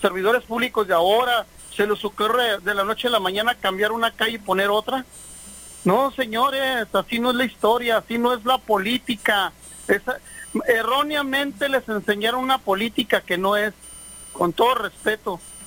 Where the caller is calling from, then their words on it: Mexico; como mexicanos?